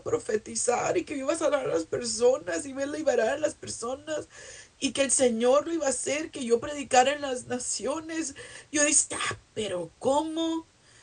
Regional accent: Mexico; now in United States; Yo soy mexicana.

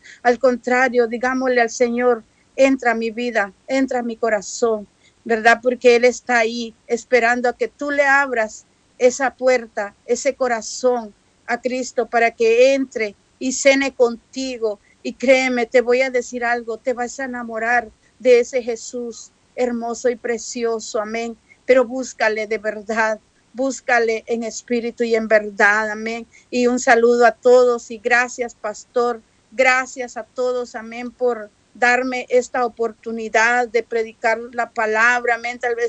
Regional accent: Mazatenango, Suchitepéquez, Guatemala; moved away; yo soy también guatemalteca, soy de allá de Mazatenango

